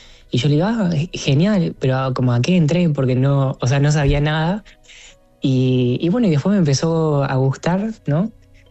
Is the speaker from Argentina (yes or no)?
yes; Córdoba, Argentina; en la ciudad de Córdoba, capital, mi ciudad natal.